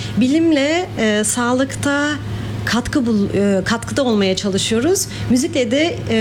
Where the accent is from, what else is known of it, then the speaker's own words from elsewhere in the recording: France; moved away as an adult; also born or lived in Turkey; now in Germany; Türkiye'de doğdum, Fransa'da büyüdüm ve 2007'de araştırmalarda deneyim için yurt dışına geldim. O da Almanya'ydı.